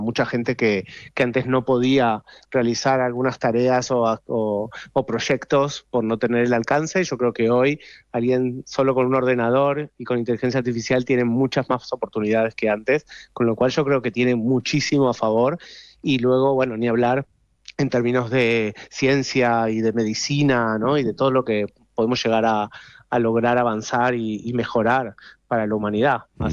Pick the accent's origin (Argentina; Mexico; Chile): Argentina; accent: Argentine; Todas las pequeñas partes de la serie las he tenido que hacer con mi acento argentino, pobrecitos, si se tienen que concentrar.